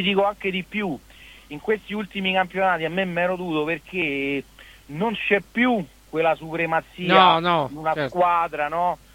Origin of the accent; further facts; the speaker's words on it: Rome, Lazio, Italy; io sono da Roma, quindi più andiamo su in una competizione più sono contento.